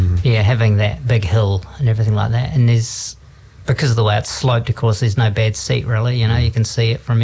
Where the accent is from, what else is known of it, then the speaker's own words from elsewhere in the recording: Wellington, New Zealand; growing up in Wellington, it was always Athletic Park